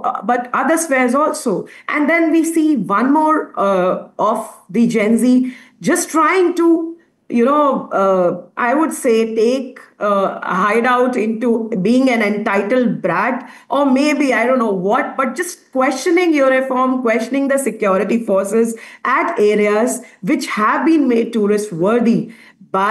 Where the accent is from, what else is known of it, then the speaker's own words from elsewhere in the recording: India; as a tourist, as an Indian citizen, do people understand what it takes to make that borderland secure and make it tourist worthy?